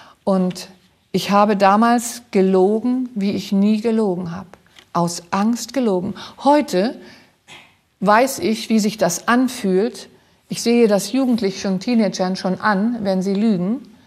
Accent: Rostock, Mecklenburg-Vorpommern, Germany; Und ich kam zu Pflegeeltern, die ich nicht kannte, 100 Kilometer von meiner Heimatstadt Rostock entfernt.

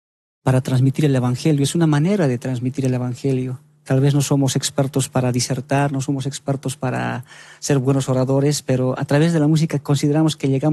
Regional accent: La Paz, Bolivia; Somos bolivianos.

